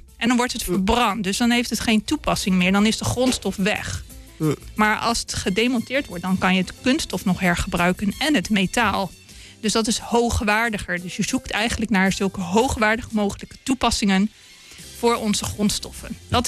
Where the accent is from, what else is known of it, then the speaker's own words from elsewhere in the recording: Lelystad, Flevoland, Netherlands; Ik ben van Lelystad.